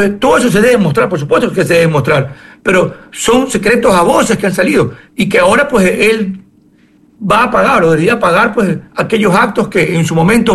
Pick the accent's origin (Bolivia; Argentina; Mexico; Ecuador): Ecuador; el Estado ecuatoriano, los ciudadanos que somos parte del Estado y hacemos el Estado